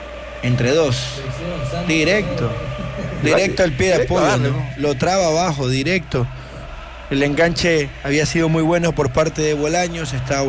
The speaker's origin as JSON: {"language": "Spanish", "country": "Ecuador", "said": "Somos ecuatorianos"}